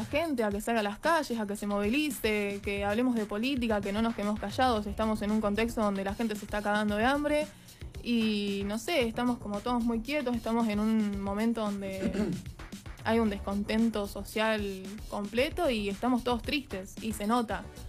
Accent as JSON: {"language": "Spanish", "country": "Argentina", "lives_now": "Santa Rosa, Argentina", "said": "somos Argentina"}